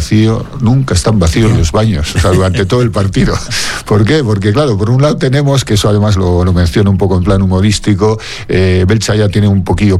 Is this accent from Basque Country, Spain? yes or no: yes; San Sebastián, Basque Country, Spain; es bilbaíno, no como yo, que soy donostiarra